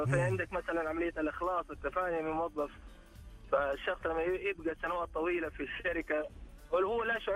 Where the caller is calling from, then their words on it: Jeddah, Makkah Province, Saudi Arabia; أكلمك من جدة والله.